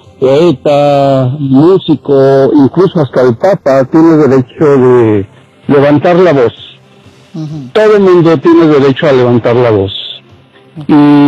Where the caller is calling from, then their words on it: Chicago, Illinois, United States; Good morning, de aquí de Chicago